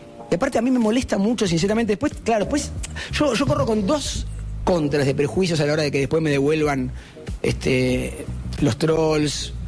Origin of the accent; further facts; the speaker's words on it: Uruguay; now in Argentina; por uruguayo, por puto, yo no puedo decir nada. Vivo hace 40 años en este país.